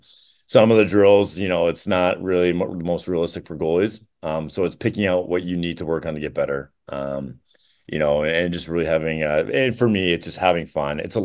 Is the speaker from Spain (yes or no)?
no; Janesville, Wisconsin, United States; I was from Janesville